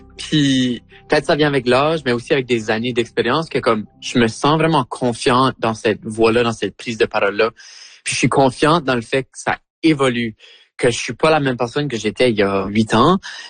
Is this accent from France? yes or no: no; Acadia, Canada; moved away; en tant qu'acadienne qui déménage de son chez-soi.